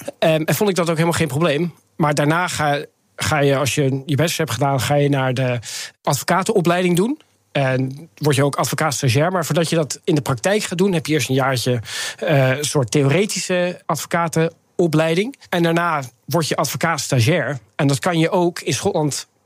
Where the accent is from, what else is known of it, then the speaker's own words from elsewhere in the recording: Haarlem, North Holland, Netherlands; now in Scotland; Ik ben gewoon geboren in Nederland. Opgegroeid in Haarlem.